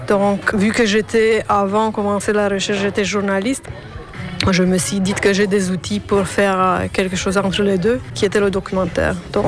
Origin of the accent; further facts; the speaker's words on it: Romania; moved away as an adult; also born or lived in Lyon, France / Paris, France; c'était un peu compliqué pour un étudiant roumain de déménager, de partir de la Roumanie.